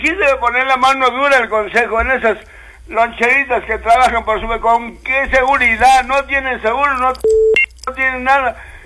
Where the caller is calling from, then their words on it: Socabaya, Arequipa, Peru; para acá, yo le hablo de Socaba ya